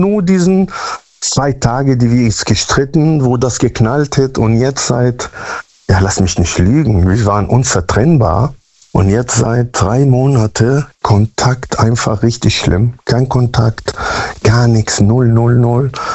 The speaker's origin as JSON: {"language": "German", "town": "Münster", "region": "North Rhine-Westphalia", "country": "Germany", "said": "Aus Münster-Westfalen."}